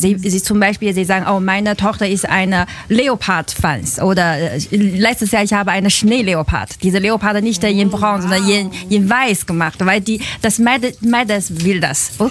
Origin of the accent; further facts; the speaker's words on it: China; German is a second language; now in Hamburg, Germany; Ich komme aus China und seit 8 Jahren arbeite ich in Stadtkutter.